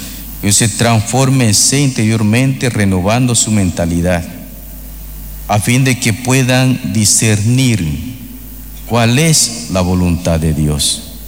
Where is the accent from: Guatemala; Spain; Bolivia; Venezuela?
Bolivia